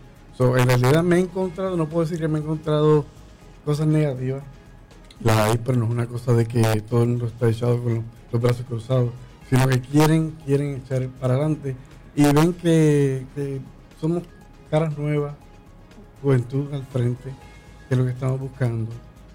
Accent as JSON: {"language": "Spanish", "town": "Ceiba", "country": "Puerto Rico", "tie": "born or raised there", "said": "Yo amo mi pueblo y yo salí de Ceiba porque tenía que hacer una carrera y hacer la carrera militar. En Ceiba no puede hacer una carrera militar aquí en Puerto Rico."}